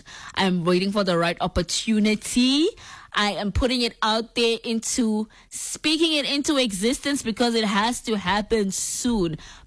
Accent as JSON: {"language": "English", "town": "Lüderitz", "region": "ǁKaras", "country": "Namibia", "tie": "born or raised there", "said": "it's probably my hometown, number one, Luderitz, down south, because it's in such a corner. There's one way in, one way out."}